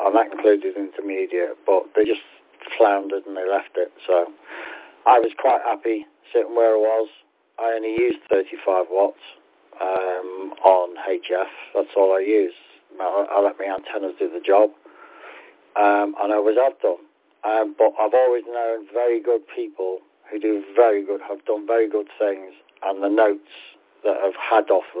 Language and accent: English; Liverpool, North West England, United Kingdom; I'm a Scouser. It's Liverpool.